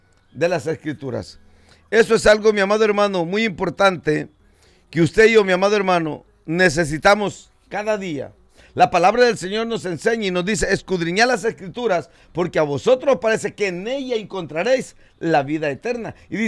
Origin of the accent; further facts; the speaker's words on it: El Salvador; moved away; ahí en mi tierra sí, mi amado hermano, ahí en El Salvador sí celebra hoy el Día del Padre.